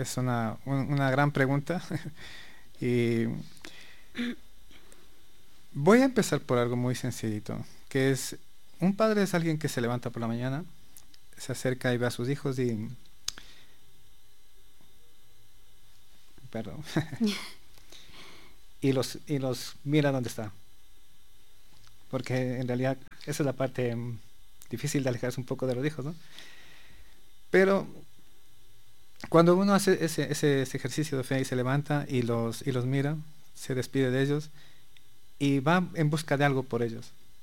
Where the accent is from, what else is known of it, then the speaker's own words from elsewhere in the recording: Ecuador; also born or lived in Spain; Porque mi tierra, mi país, tiene estas cosas bonitas, ¿no? Que tenemos varios idiomas aquí también, que es algo que a mí, cuando estuve allá en España, lo valoré muchísimo más, en realidad.